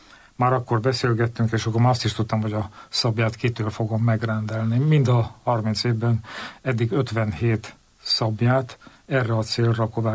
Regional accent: Gyöngyös, Heves, Hungary; Én akkor ezt pont hallgattam szülővárosomban Gyöngyösön

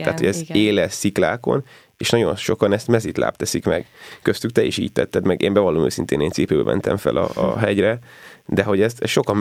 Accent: Hungary; magyarok vagyunk, én is magyar vagyok

